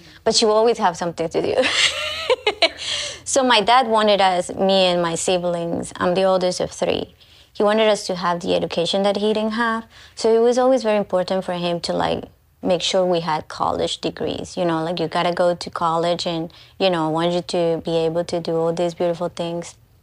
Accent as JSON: {"language": "English", "country": "Colombia", "tie": "born or raised there", "moved": "yes", "said": "I am from Colombia, and my dad is a coffee farmer. You know, I grew up in the middle of a mountain"}